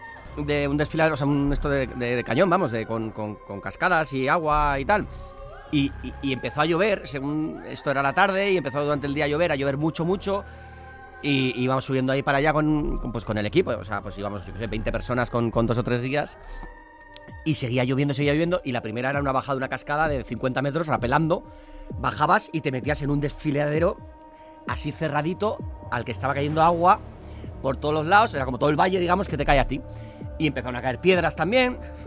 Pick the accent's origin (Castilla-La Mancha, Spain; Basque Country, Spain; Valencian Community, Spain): Basque Country, Spain; San Sebastián